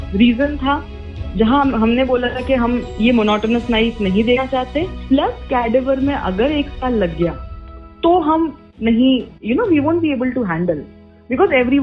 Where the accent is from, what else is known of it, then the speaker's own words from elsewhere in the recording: Rajasthan, India; मम्मा बहुत ज्यादा डरी हुई थी बिकॉज हम राजस्थान से हैं, वहाँ का कल्चर, वहाँ पे शादियाँ किस मतलब जल्दी हो जाना